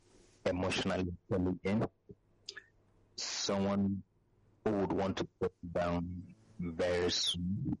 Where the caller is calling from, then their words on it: Surulere, Lagos, Nigeria; I'm calling you from Surulere.